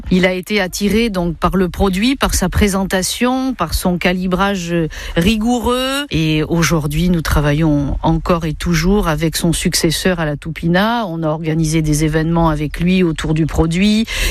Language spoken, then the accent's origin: French; Bordeaux, Nouvelle-Aquitaine, France; born there; j'ai 53 ans, je suis née à Bordeaux et maintenant productrice d'asperges sur Reignac-de-Blaye